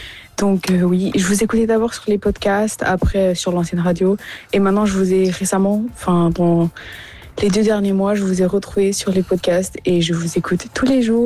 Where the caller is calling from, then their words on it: Belgium; de Belgique.